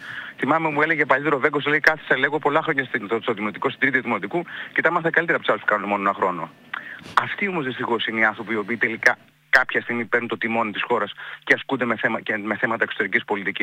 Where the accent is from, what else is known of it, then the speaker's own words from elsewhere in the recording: Samos, North Aegean, Greece; Εγώ σαν Σαμιώτης, εγώ σαν Έλληνας πολίτης